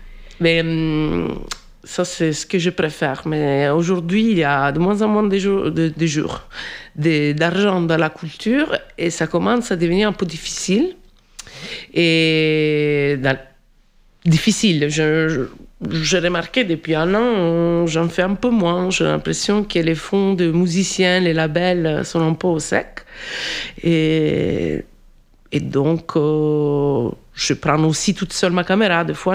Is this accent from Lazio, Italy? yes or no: no; Sicily, Italy; now in France; Ben, en fait, moi, je suis née en Sicile, d'une famille pas riche du tout.